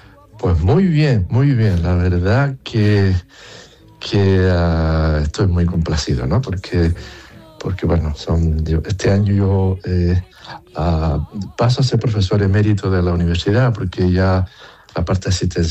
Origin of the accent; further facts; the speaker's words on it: Teror, Canary Islands, Spain; la fiesta de mi pueblo, la fiesta de Teror